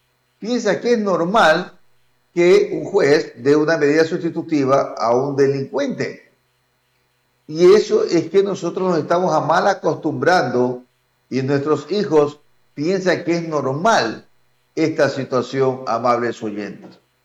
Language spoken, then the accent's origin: Spanish; Ecuador